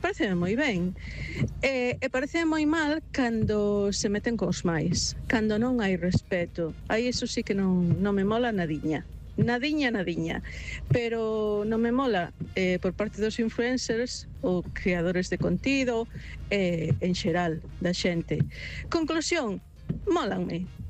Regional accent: Lugo, Galicia, Spain; Só me podo falar, por exemplo, e son de Lugo, pois falo dos Xocas

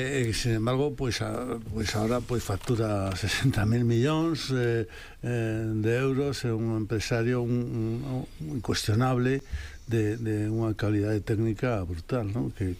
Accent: Madrid, Community of Madrid, Spain; Eu son madrileño, son do Real Madrid, pero ao mesmo tempo que son moi pouco futboleiro.

